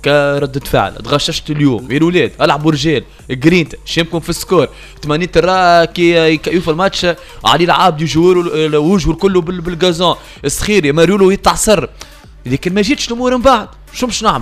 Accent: Tunisia; احنا ربما عنا توانسة

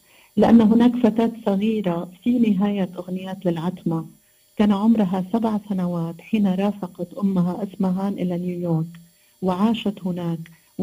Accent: Lebanon; now in Paris, France; أنا بلدتي تطل على البحر في لبنان، تربيت بروحية منفتحة في المكان. هناك الكثير من الطوائف والمجتمعات المختلفة

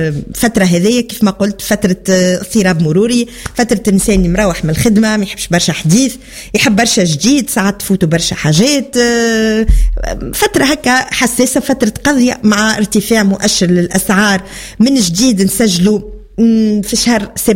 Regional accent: Sfax, Sfax Governorate, Tunisia; هاي حذينا في صفاقس، مرحبا بكم، كلامنا لهجتنا السمحة المزيانة كما لهجات تونس الكل.

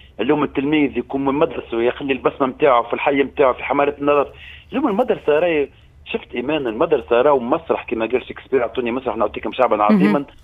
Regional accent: Tunisia

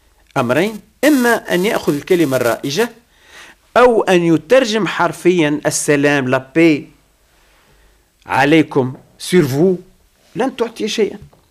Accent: Tunisia; عندنا في تونس

